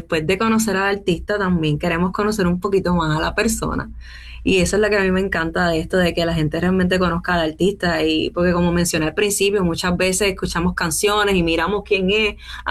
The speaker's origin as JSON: {"language": "Spanish", "country": "Puerto Rico", "said": "soy la única boricua"}